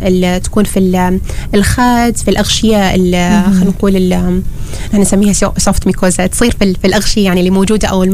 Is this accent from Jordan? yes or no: no; Oman; إحنا عندنا في عمان